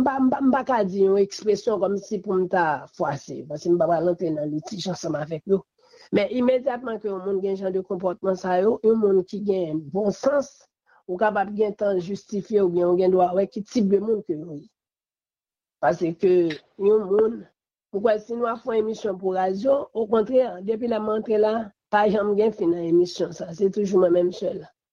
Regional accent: Haiti; président Aristide, en tant que haïtien seulement, que nous gagnons

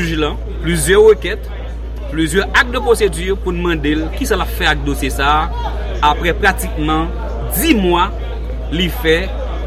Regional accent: Haiti; en tant qu'haïtien conséquent

